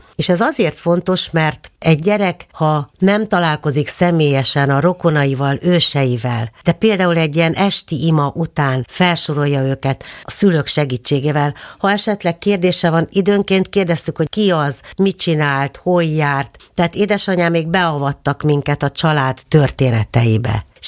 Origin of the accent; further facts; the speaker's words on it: Tolna, Hungary; úgyhogy érdekes hangulatban nőttem én ott fel. De édesapám, miután hazakerült a fogságból, megvett egy örei nénitől egy félházat.